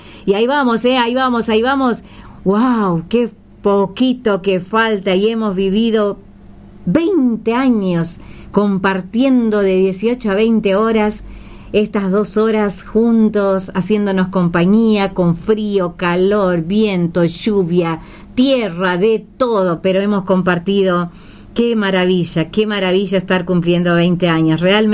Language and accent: Spanish; Santiago del Estero, Argentina; quichuista como yo, sacherito como yo